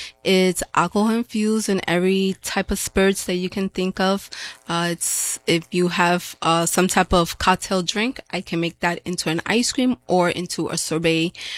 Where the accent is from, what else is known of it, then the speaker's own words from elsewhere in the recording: Brooklyn, New York, United States; now in Dutchess County, United States; So originally I come from New York City. So I'm from Brooklyn. I moved up here to Dutchess County.